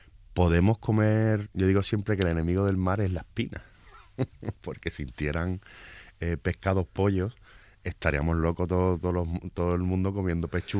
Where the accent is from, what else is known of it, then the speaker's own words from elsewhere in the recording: Cádiz, Andalusia, Spain; Pues tuvimos la suerte hace muchos años de, como gaditanos, disfrazarla de gran enemigo del mar, ¿no?